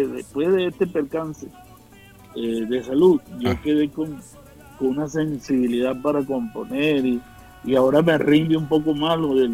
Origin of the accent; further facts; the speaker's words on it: Guárico, Venezuela; cada vez que yo canto esa canción de los valles de Altagracia, de mi tierra, con orgullo, guariqueño